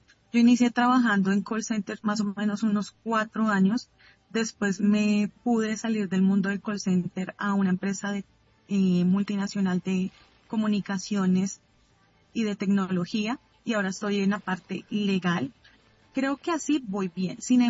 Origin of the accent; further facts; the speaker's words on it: Colombia; hay dichos que nosotros tenemos como colombianos